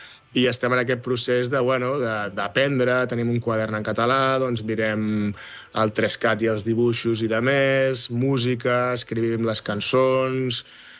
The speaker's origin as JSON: {"language": "Catalan", "town": "Badalona", "region": "Catalonia", "country": "Spain", "tie": "born or raised there", "moved": "as an adult", "lives_now": "New York, United States", "said": "els meus fills han nascut aquí, soc de Badalona i català"}